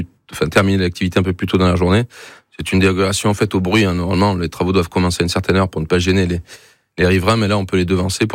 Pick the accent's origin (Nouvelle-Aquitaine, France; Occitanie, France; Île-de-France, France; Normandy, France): Nouvelle-Aquitaine, France; je suis originaire du département de la Gironde, il y a eu 3 morts.